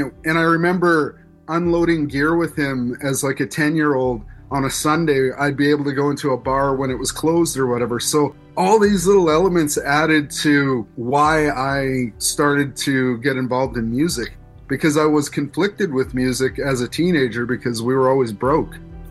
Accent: Red Deer, Alberta, Canada; also born or lived in Regina, Saskatchewan; I was born in Regina, Saskatchewan. I grew up in Red Deer, Alberta, but my Indigenous family is from Kawasis First Nation. I come from a biracial background, so my mom is English and my dad is Ojibwe from Kawasis First Nation

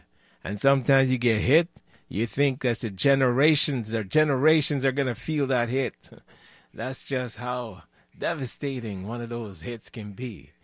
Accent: Hanover, Jamaica; now in Vancouver, Canada; We come from Hanover Town. Yes, West End, man. West End. Right there before you go to Green Island.

